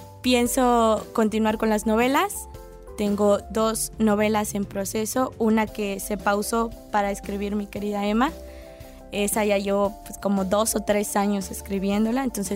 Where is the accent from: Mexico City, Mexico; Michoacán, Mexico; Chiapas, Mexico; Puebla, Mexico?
Chiapas, Mexico; ¿tú eres de Chiapas? Y yo, sí.